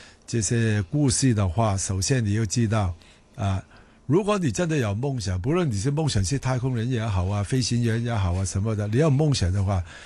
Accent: Hong Kong

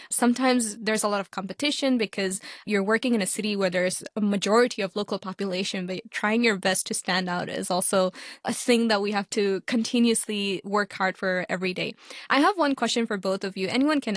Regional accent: Hong Kong; Me, myself, growing up in Hong Kong, we had a certain lifestyle back then when we were younger.

